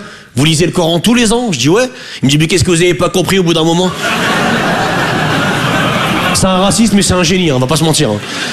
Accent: northern France, France; now in Paris, France; Je viens du nord de la France.

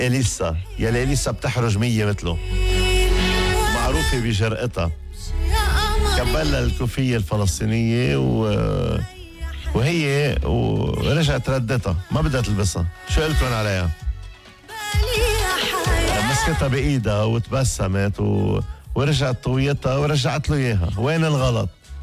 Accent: Lebanon; من القضية الفلسطينية يلي نحن عينيناه بلبنان.

